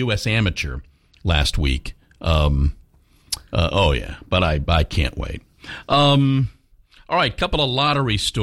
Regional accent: Philadelphia, Pennsylvania, United States; born there; I was born in Philadelphia. My parents lived in Camden, New Jersey

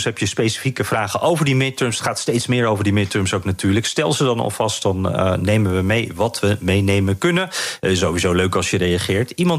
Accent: Netherlands

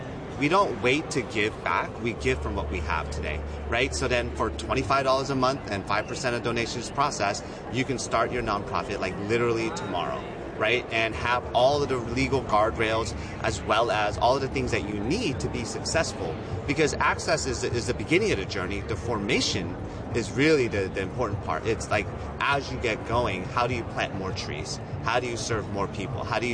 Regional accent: California, United States; born or raised there; now in New York City, United States

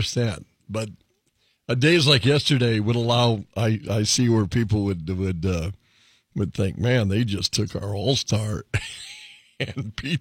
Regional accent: Northern Plains, United States; I grew up in the Northern Plains. I get the mentality of our nature.

